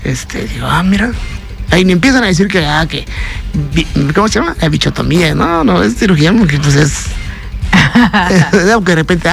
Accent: Francisco Villa, Quintana Roo, Mexico; Soy de Francisco Villa, un pueblo antes de Nicolás Bravo.

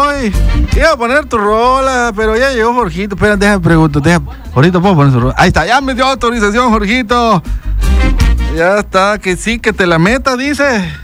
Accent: Mexico; somos mexicanos

